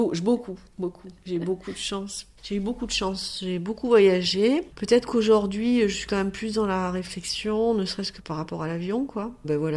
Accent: Ussel, Nouvelle-Aquitaine, France; also born or lived in Bergerac / Étampes / Bordeaux; Donc je suis née à Bergerac, après j'ai vécu à Étampes dans la région parisienne, puis après à Bordeaux, et puis quand on a quitté Bordeaux, on a été à Ussel, en Corrèze.

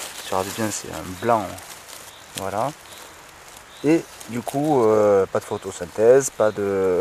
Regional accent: Occitanie, France; Moi chez moi dans le Quercy

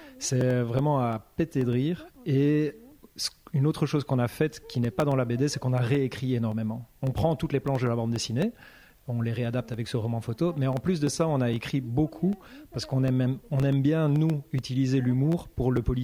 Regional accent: Liège, Wallonia, Belgium; Bonjour, on est … on vient de Liège en Belgique

